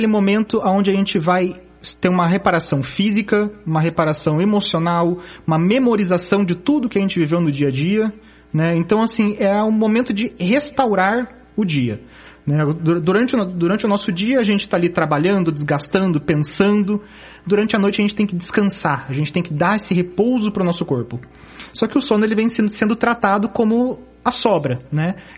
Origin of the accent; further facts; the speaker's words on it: Ponta Grossa, Paraná, Brazil; born there; moved away; also born or lived in Cuiabá, Mato Grosso; eu sou nascido em Ponta Grossa, né, no Paraná. Morei em Cuiabá por 14 anos, então a gente já conseguiu ter uma boa conversa aqui sobre os cuiabanos. E retornei esse ano para casa, né, meu Paraná